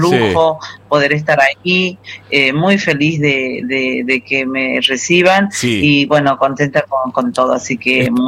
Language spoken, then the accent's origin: Spanish; San Carlos, Salta, Argentina; moved away; de chiquita, con mi abuelita, ahí pastoreando las cabras